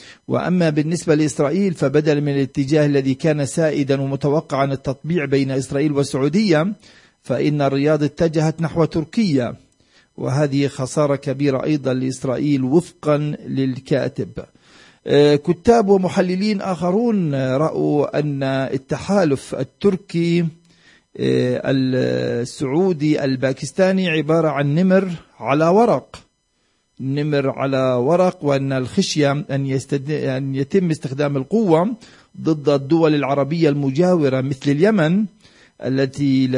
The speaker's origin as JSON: {"language": "Arabic", "town": "Bethlehem", "region": "West Bank", "country": "Palestine", "said": "الأسعار عندنا في بيت لحم"}